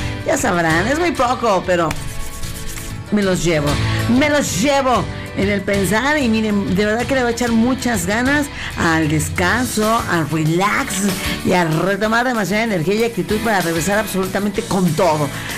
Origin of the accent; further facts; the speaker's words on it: Mexico; qué bonito ser mexicanos.